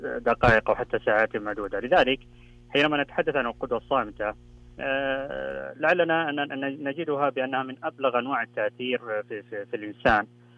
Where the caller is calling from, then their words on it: Jeddah, Makkah Province, Saudi Arabia